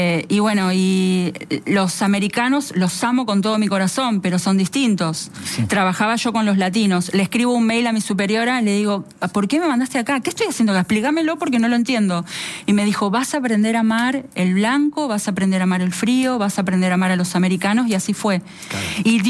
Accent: Argentina; somos tres argentinas y una alemana.

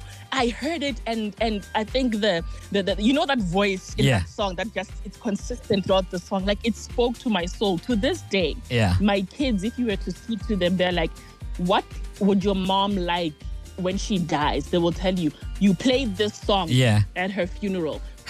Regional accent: Lesotho; Yes, so I was born and raised in Lesotho.

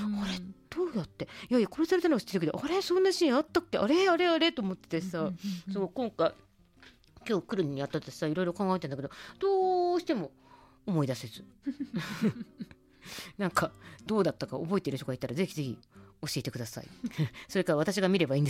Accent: Tohoku, Japan; moved away; 私やっぱり東北出身なのもの

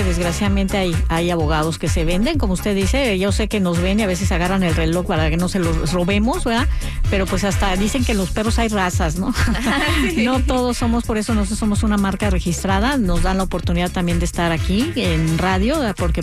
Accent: Mexico; como mexicanos tenemos que poner mucha atención a esto, ¿no?

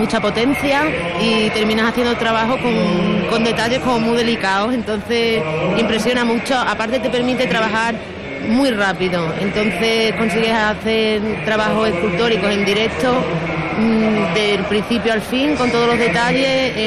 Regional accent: Zafra, Extremadura, Spain; accent: Extremaduran; Yo vengo desde Zafra, Badajoz.

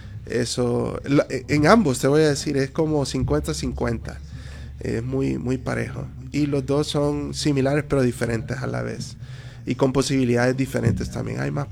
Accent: Honduras; Entonces tú tienes que hacer doble esfuerzo como hondureño

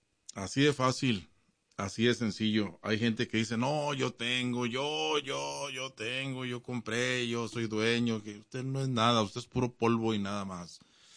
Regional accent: Ciudad Juárez, Chihuahua, Mexico; Sí, cuando yo nací, cuando yo crecí en la frontera en Ciudad Juárez, yo cruzaba y algunas veces se me olvidaba el cruce.

